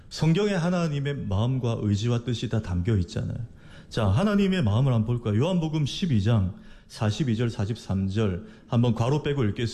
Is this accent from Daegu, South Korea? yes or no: no; Busan, South Korea; 그 당시 저는 이제 부산시 금정구 남산동에서 어린 시절 자랐는데, 부산시 금정구 구서동에 그 당시에 제일 부자들이 사는 아파트가 있었는데